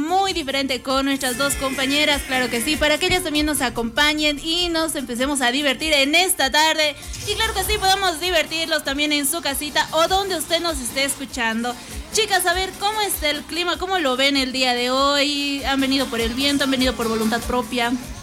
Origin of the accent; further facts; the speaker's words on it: Bolivia; lo importante es demostrar que somos bolivianos.